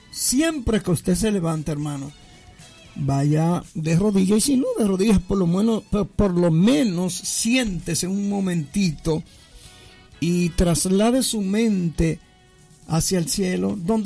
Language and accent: Spanish; Dominican Republic; Donde quiera que vamos, nos identificamos como que somos dominicanos.